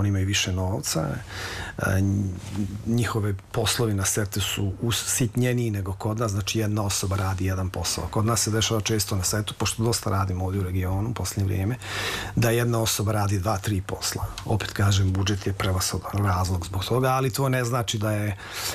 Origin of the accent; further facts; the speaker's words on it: Bosnia & Herzegovina; ali se ponašala prema meni kao da smo mi negdje odrasli zajedno, negdje u Bosni, odakle sam ja.